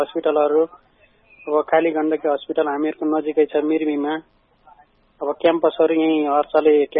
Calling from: Syangja, Gandaki Province, Nepal

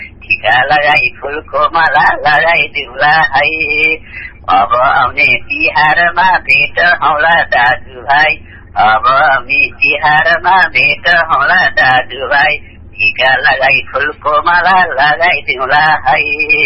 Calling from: Gandaki Province, Nepal; मेरो घर कास्कीकोट हो पोखरामा छ।

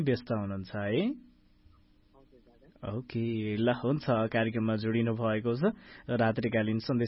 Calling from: Bethanchok, Bagmati, Nepal; हजुर बेथानचोकबाट

